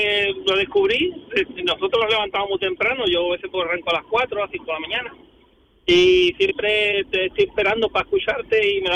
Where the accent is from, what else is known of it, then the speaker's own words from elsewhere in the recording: Jerez de la Frontera, Andalusia, Spain; moved away as an adult; also born or lived in Canary Islands; now in Cádiz, Spain; 11 años en Canarias. De Jerez de la Frontera.